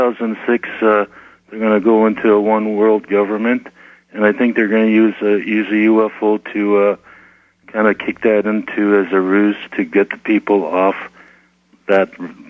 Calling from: Toronto, Ontario, Canada; I'm calling from Toronto

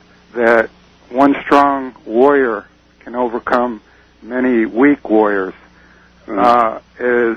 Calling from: Honolulu, Hawaii, United States; in Honolulu.

